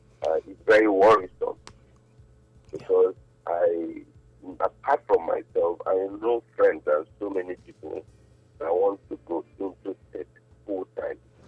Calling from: Benin City, Edo, Nigeria

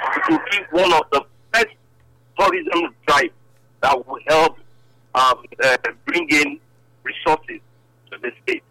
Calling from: Benin City, Edo, Nigeria; I'm calling from Sapley Road.

